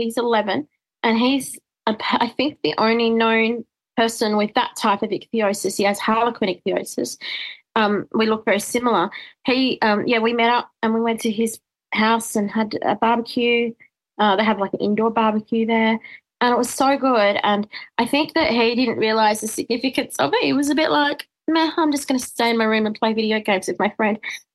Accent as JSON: {"language": "English", "country": "Australia", "tie": "born or raised there", "said": "So they arrived here in January, I think, of 1981, and I was born later that year in December. And so I identified as very Australian, I think."}